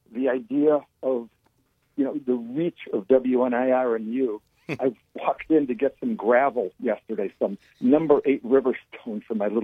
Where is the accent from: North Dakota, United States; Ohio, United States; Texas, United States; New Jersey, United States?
Ohio, United States; Parma; Well, that's needed because of I grew up in Parma.